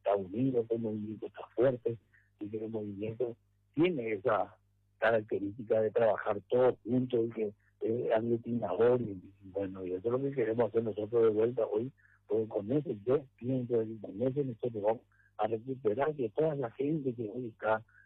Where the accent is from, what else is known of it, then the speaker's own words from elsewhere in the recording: Ciudad del Este, Alto Paraná, Paraguay; nosotros somos de Ciudad del Este